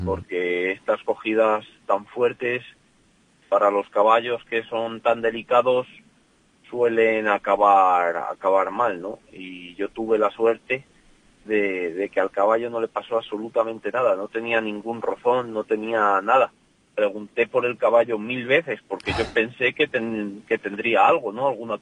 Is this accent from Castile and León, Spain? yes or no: yes; Peñaranda de Bracamonte, Castile and León, Spain; Peñaranda pues es mi tierra, ¿no? Es donde yo vivo todos los días, donde convivo con la gente, donde todo, como dices tú, mi cuartel general, ¿no?